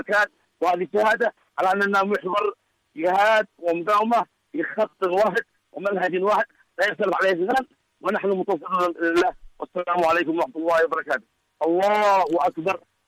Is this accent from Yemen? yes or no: yes; Yemen; أنكم يمنيين ونحن يمنيين